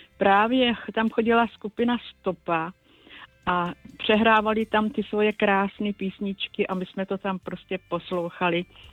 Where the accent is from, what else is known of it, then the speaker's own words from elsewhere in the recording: Pardubice, Pardubice Region, Czechia; now in Přelouč, Czechia; Teďka bydlíme tadyhle u Přelouče, ale za mladá jsme bydleli v Pardubicích a v Jesničánkách, v části Jesničánky.